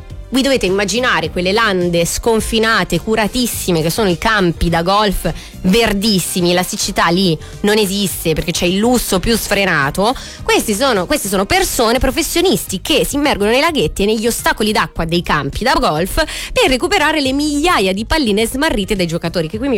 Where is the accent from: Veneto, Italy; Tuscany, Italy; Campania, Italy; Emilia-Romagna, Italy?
Tuscany, Italy; Sansepolcro; tutte le pizzerie a Borgo Santo Sepolcro, ok? Quindi il mio paesino di origine, tu vuoi mangiare una pizza lunedì sera a San Sepolcro, non la trovi, perché sono tutte finite, sono tutte chiuse.